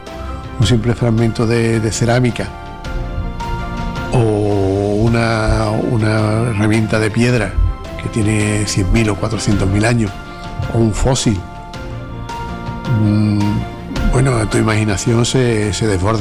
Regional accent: La Rinconada, Andalusia, Spain; born there; un habitante de La Rinconada. Nací hace 59 años en La Rinconada. Y soy eso, un simple ciudadano de este magnífico pueblo.

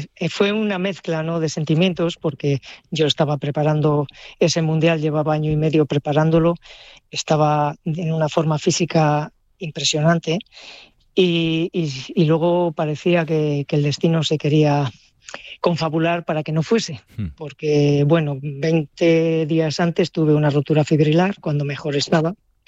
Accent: Barruelo de Santullán, Castile and León, Spain; also born or lived in Aguilar de Campoo / Reinosa; yo soy de Barrulo de Santullán, pero nos desplazamos a otro pueblecito, a Aguilar de Campo, y ya de allí fui a Reynosa.

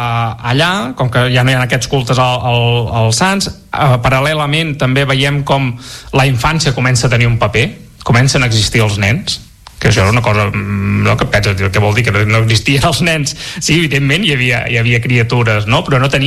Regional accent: Munich, Bavaria, Germany; Jo sóc aquí de Múnich de tota la vida.

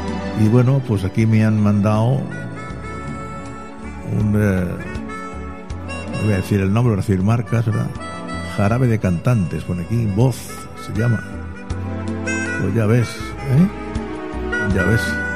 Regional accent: Region of Murcia, Spain

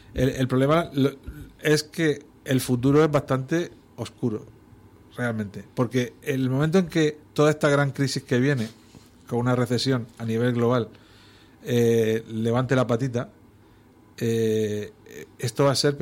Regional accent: Region of Murcia, Spain; a mí, como murciano, me gusta más el turismo de interior en la propia región de Murcia que el de la costa.

